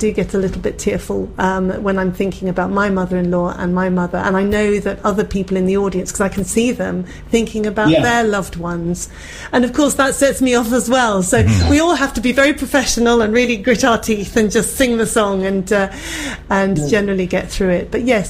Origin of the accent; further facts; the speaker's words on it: England, United Kingdom; I'm English